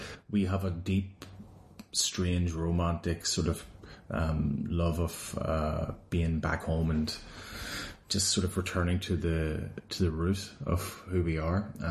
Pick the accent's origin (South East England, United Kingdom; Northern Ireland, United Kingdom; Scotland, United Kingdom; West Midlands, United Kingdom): Northern Ireland, United Kingdom; all four of us come from the middle top part of the island. So we're not from the city. We're not from Belfast, which is relatively small.